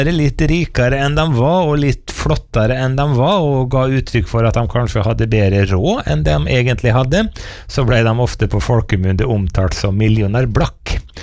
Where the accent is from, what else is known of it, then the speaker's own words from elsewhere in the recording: Møre og Romsdal, Norway; der jeg vokste opp og eide på Nordmøre.